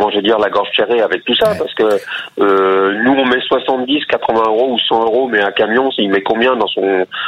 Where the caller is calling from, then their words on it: Normandy, France; De la Madeleine-Loncourt, dans l'Eure